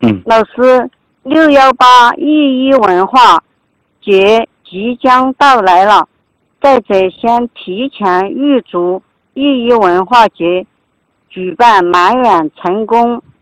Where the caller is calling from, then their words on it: Sichuan, China; 我来自于四川新月。今年61岁了。1964年农历10月23日出生。